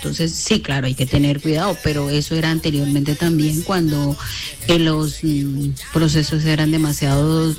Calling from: Caribbean Netherlands; siempre los escucho desde Bonaire.

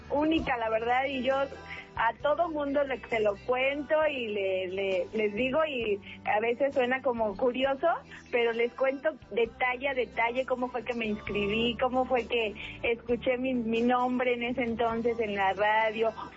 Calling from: Cuautitlán Izcalli, State of Mexico, Mexico; Desde Cuautitlán Izcalli.

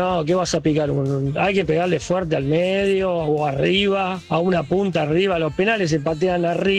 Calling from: Moreno, Buenos Aires Province, Argentina; camionero de Moreno.

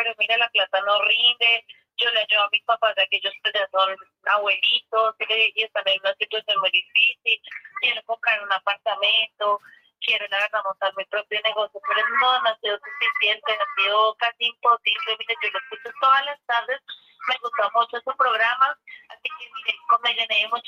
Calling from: La Calera, Cundinamarca, Colombia; estoy llamando desde La Calera, Cundinamarca.

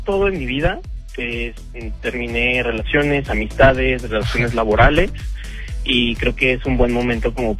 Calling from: Mexico City, Mexico; soy de la Ciudad de México.

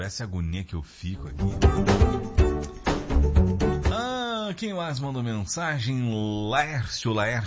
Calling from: Natal, Rio Grande do Norte, Brazil; sou de Natal

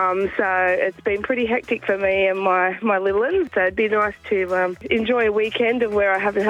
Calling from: Sydney, New South Wales, Australia; Bungarabee.

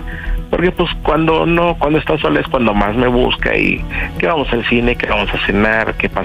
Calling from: Mexico City, Mexico; Pues soy de la Ciudad de México, tengo 39 años.

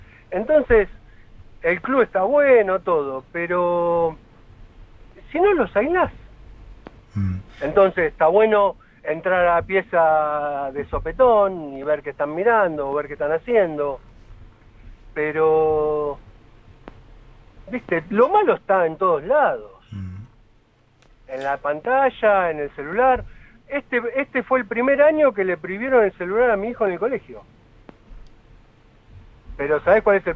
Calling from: San Antonio de Padua, Buenos Aires Province, Argentina; Yo vivo en la calle que divide Ituzaingó de Padua. Y estoy a 8 cuadras, 10 cuadras del Club Ateneo.

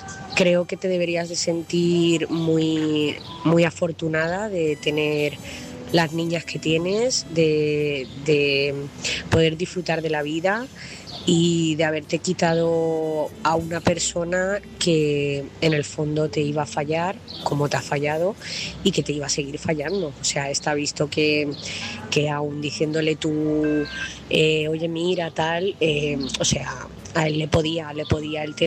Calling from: Talavera de la Reina, Castilla-La Mancha, Spain; corresponsal de Talavera de la Reina.

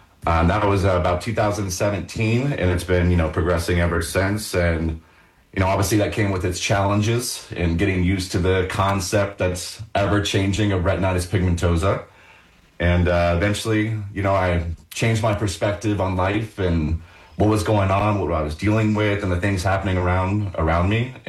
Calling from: Columbus, Ohio, United States; Calling in from Columbus, Ohio.

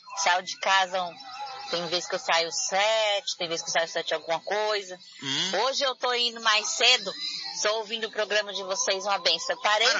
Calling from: Cosmópolis, São Paulo, Brazil; Sou de Cosmópolis, São Paulo.

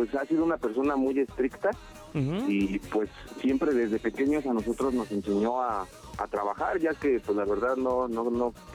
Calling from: Nicolás Romero, State of Mexico, Mexico; Estamos aquí en Nicolás Romero.

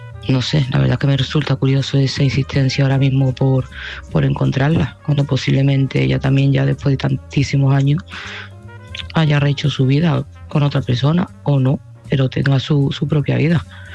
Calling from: Seville, Andalusia, Spain; de Sevilla

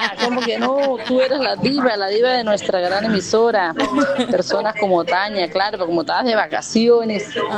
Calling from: Colombia

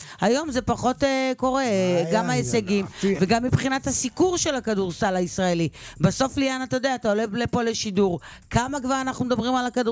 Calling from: Kiryat Gat, Southern District, Israel; אני כבר 4 שנים גרה בקריית גת.

